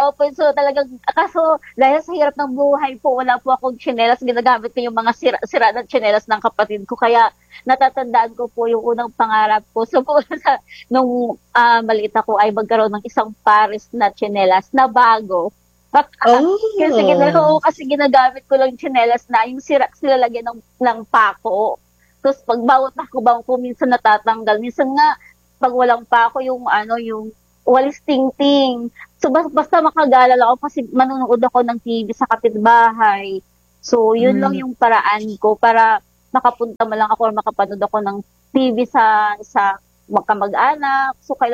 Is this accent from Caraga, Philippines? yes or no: yes; Caraga, Philippines; Kasi, una-una, kasi … tubong Surigao del Norte. Doon po ako pinanganak. Nag-aral po ako ng elementarya doon.